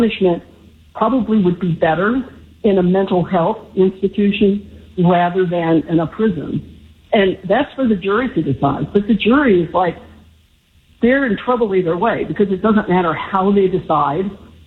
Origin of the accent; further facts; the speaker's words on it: Marietta, Georgia, United States; now in Carson City, United States; We're originally from Marietta, and we moved out to Carson City.